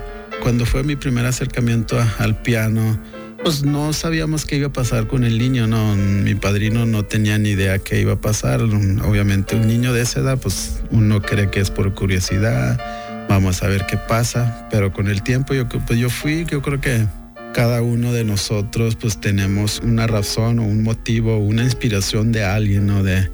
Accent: Retosachi, Chihuahua, Mexico; Soy de Retosachi, en Batopilas, 12 horas más o menos desde la capital, aquí en Chihuahua. Estuve ahí en la comunidad con mis papás hasta los 12 años, pues era cuando yo apenas terminaba lo que es la primaria

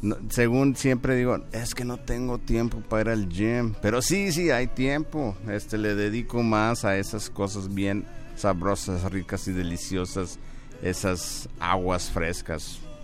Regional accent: Coahuila, Mexico; yo daba las mañanitas con mis amigos cuando era pequeño allá en Ejido Morelos

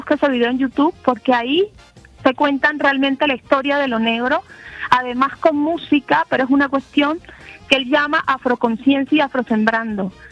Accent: Cartagena, Bolívar, Colombia; now in Mexico; Pero si yo soy de Cartagena.

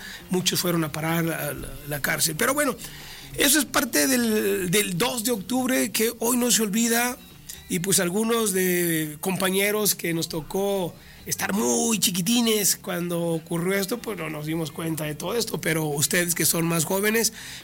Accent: Mexico; uno de los hechos que más han marcado la historia de nuestro México.

